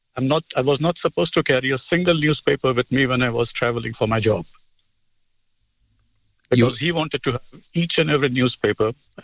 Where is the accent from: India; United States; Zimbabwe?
India; Maharashtra; first language Marathi; English is a second language; moved away; also born or lived in Mumbai; I come from Maharashtra and I was in Mumbai. So Gujarati, Marathi, and Hindi, which are there. But second language is Marathi, which is my mother language as well.